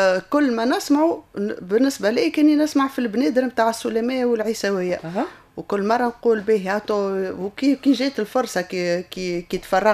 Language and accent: Arabic; Tunisia; عيد الاستقلال عندنا في تونس